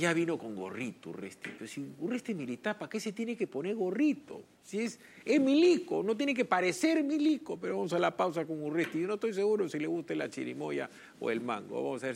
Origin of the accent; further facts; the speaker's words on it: Trujillo, La Libertad, Peru; yo soy de Trujillo.